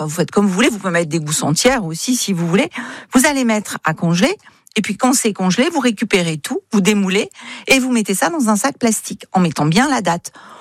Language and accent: French; Occitanie, France; chez nous, en Occitanie, on a trois eaux remarquables